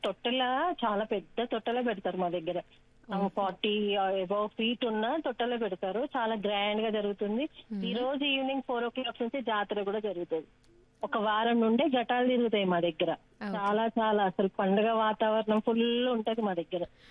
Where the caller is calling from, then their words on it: Hyderabad, Telangana, India; నేను from Hyderabad pole city Karwan నుంచి.